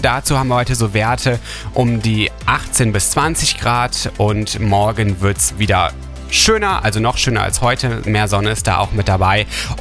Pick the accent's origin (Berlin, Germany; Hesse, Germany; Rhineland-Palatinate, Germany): Rhineland-Palatinate, Germany; Linz am Rhein; born there; Das ist quasi fast gegenüber von meinem Heimatort. Ich komme nämlich gebürtig aus Linz am Rhein und Sinzig ist quasi gegenüber.